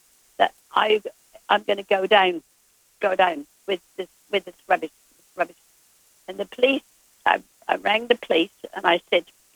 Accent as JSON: {"language": "English", "town": "Mells", "region": "South West England", "country": "United Kingdom", "tie": "born there", "moved": "yes", "said": "I come from a very, very special place called Mel. I was born in Mells in Somerset."}